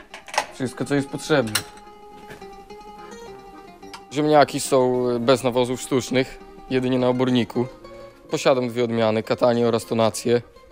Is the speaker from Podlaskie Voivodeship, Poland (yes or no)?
yes; Podlaskie Voivodeship, Poland; U nas na Podlasiu ludzie bardzo lubią ziemniaki Irys i Irga.